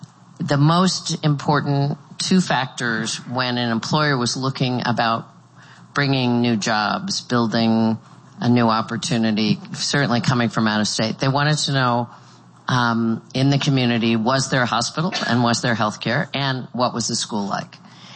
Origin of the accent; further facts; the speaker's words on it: Kansas, United States; my home state is Kansas.